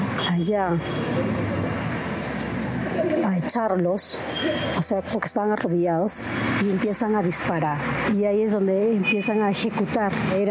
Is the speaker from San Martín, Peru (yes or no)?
no; Huasahuasi, Junín, Peru; born there; Nací el año 76. Nací aquí en Guasaguasi, un 6 de marzo.